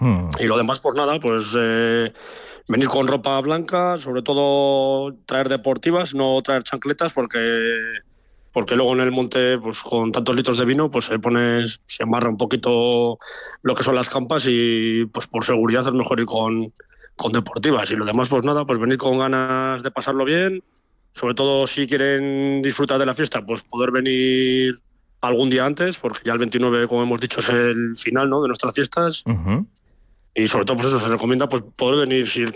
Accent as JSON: {"language": "Spanish", "town": "Haro", "region": "La Rioja", "country": "Spain", "said": "para todos los que somos de Aro."}